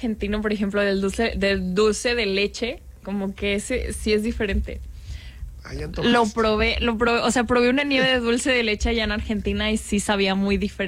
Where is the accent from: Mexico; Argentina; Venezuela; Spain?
Mexico; Mexico City; mi familia chilanga, como buenos chilangos